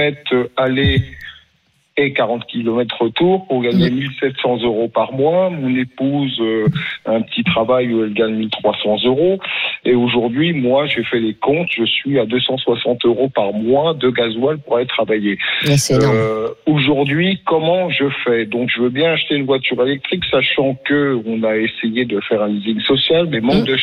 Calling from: France; je suis un Français moyen

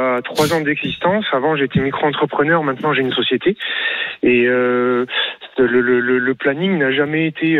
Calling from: Nouvelle-Aquitaine, France

